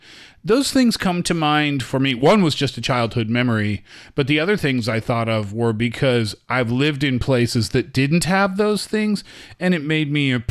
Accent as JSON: {"language": "English", "region": "Nova Scotia", "country": "Canada", "said": "because you're from Inner Mongolia, and I'm from Nova Scotia in Canada, and we're both from places that get"}